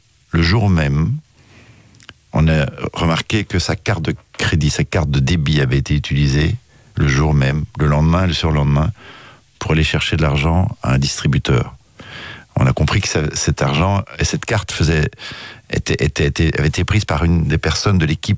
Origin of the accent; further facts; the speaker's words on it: Uccle, Brussels-Capital Region, Belgium; born there; Je suis né à Uccle.